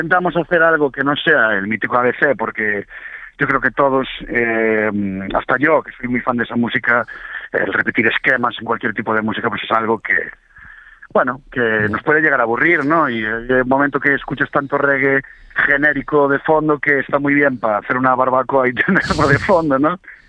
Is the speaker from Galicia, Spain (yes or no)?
yes; Ourense, Galicia, Spain; now in Santiago de Compostela, Spain; Yo, bueno, somos de Ourense toda la vida, pero yo llevo años viviendo en Santiago de Compostela